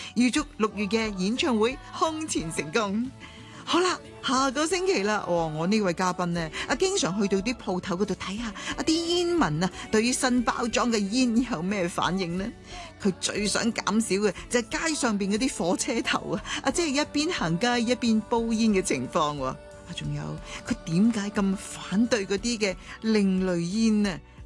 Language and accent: Cantonese; Hong Kong